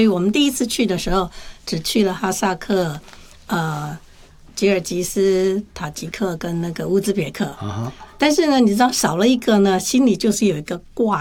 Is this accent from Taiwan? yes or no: yes; Taiwan; 我们讲台语、讲客家话